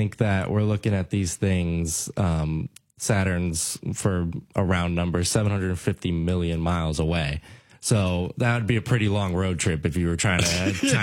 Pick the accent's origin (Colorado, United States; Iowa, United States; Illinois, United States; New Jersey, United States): Illinois, United States; Bolingbrook; I'm from Bolingbrook, Illinois, so in the southwest suburbs of Chicago.